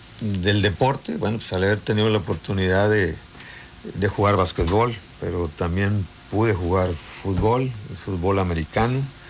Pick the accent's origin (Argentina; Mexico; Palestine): Mexico; Ciudad Victoria, Tamaulipas; born there; yo nací en Ciudad Victoria, Tamaulipas. … Tengo 69 años de edad.